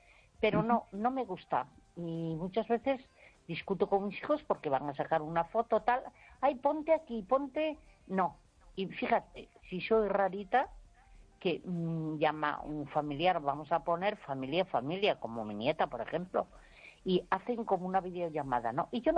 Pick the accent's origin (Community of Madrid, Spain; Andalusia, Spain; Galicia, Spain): Galicia, Spain; born there; moved away as an adult; por mi pueblo, en la puerta de mi casa. Pues yo vivía en una zona que había muchísima naturaleza. Vamos, que a mi alrededor había agua, había castaños, había enormes pinos